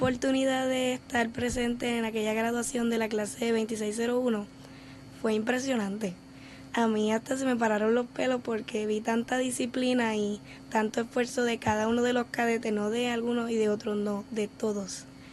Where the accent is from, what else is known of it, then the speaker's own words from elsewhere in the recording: Morovis, Puerto Rico; yo principalmente yo vengo de Morovis y Morovis es muy alejado a Juana Díaz